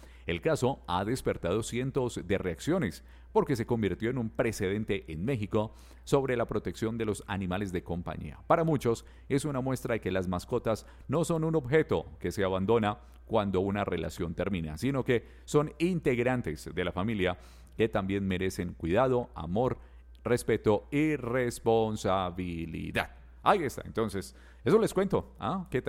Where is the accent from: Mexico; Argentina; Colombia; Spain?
Colombia; Pereira, Risaralda; Y así somos los pereiranos.